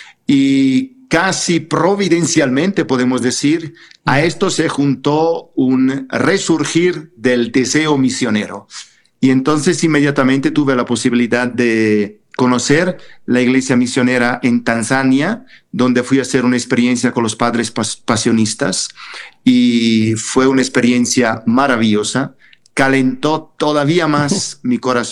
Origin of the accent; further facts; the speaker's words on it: Bergamo, Lombardy, Italy; yo soy italiano, vengo de la provincia de la diócesis de Bérgamo, conocida por ser la diócesis del Papa Juan XXIII